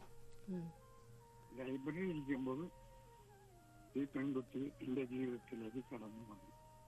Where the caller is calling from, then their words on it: Maradu, Kerala, India; മരടിന്ന്.